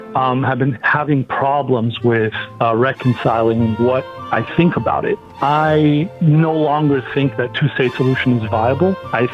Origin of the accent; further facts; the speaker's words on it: Israel; moved away; I was born in Israel. My family's from there, still living there mostly.